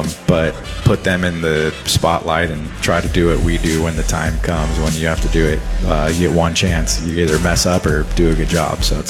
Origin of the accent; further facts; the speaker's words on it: California, United States; we never had growing up in California.